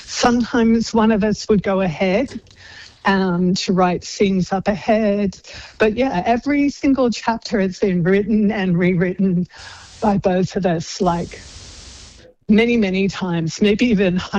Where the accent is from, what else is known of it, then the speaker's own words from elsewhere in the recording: Australia; I'm Australian. I went to University of Sydney.